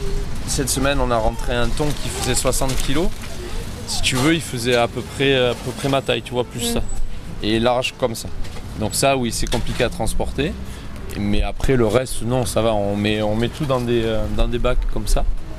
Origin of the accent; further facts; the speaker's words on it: Bordeaux, Nouvelle-Aquitaine, France; Je suis originaire de Bordeaux et donc depuis 26 ans, tous les jeudis, je viens à Hoche pour faire le marché.